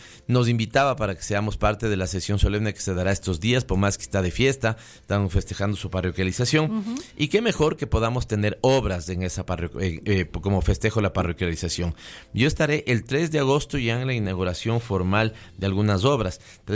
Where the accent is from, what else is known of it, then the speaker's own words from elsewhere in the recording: Quito, Pichincha, Ecuador; yo nací ahí cerquita, yo nací en la calle Briceño, en San Blas.